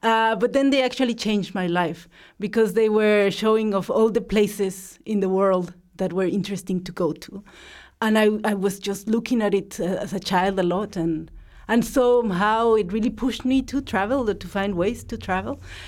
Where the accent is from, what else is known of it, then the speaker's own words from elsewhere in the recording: Mexico; growing up in Mexico